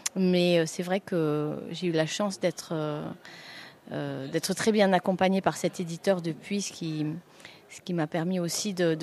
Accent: Grasse, Provence-Alpes-Côte d'Azur, France; moved away as an adult; also born or lived in Paris / Vietnam / Philippines; je viens de Grasse, j'ai fait mes études à Paris

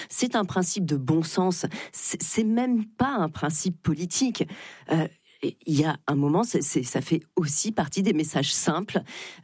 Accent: Nantes, Pays de la Loire, France; Je suis nantaise

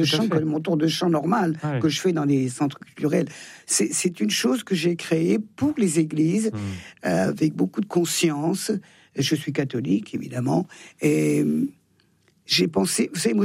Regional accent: Thonon-les-Bains, Auvergne-Rhône-Alpes, France; born there; Je suis née à Thonon.

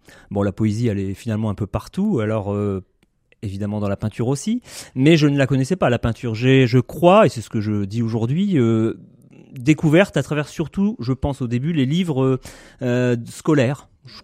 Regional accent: Centre-Val de Loire, France; born there; je suis né en Eure-et-Loire, donc entre Orléans et Chartres, Châteaudun, une petite ville.

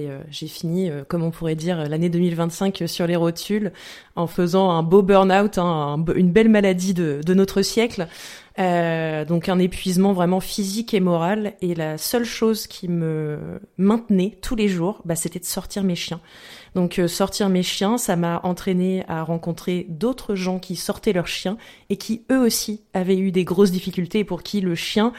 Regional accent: Normandy, France; born there; also born or lived in Caen; now in Fresney-le-Puceux, France; Je suis née en Haute-Normandie, mais j'ai passé la majeure partie de ma vie d'adulte ici à Caen, dans la campagne caennaise.

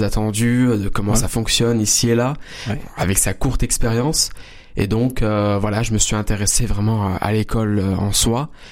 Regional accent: Montpellier, Occitanie, France; je suis né à Montpellier, j'ai fait mes études ici, toujours dans la même ville. Mes parents ont grandi ailleurs, en Algérie, donc ensuite ils sont arrivés ici en France.

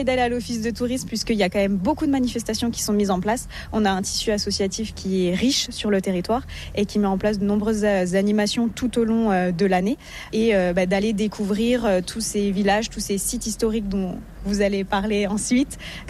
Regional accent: Grand Est, France; Donc je viens de l'Argonne, donc je ne dirais pas le contraire, mais venez chez nous, c'est super.

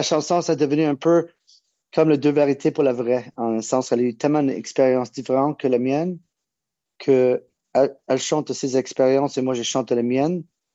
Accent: Canada; also born or lived in California; J'ai pas de mémoire, fait que c'est difficile de dire que je suis américain. C'est un peu bizarre pour moi parce que j'étais grandi au Canada.

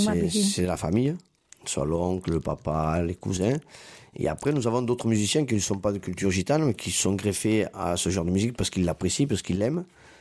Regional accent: Carcassonne, Occitanie, France; nous sommes tous de Carcassonne et depuis plusieurs générations déjà. Donc voilà, nous faisons partie de Carcassonne, nous sommes les Carcassonnais.

